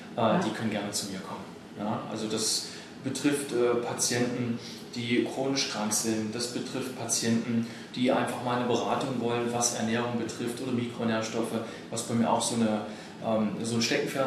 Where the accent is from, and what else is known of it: Halle, Saxony-Anhalt, Germany